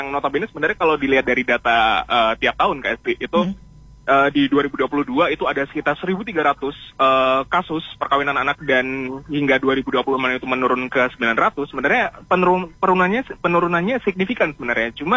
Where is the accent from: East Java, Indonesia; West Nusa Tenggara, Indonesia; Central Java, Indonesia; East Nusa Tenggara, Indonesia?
East Java, Indonesia; saya juga asalnya dari Kabupaten Malang